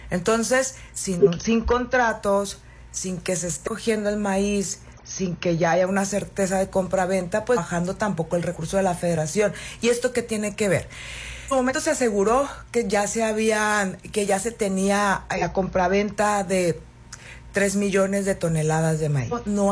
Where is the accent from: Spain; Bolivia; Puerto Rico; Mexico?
Mexico; Sinaloa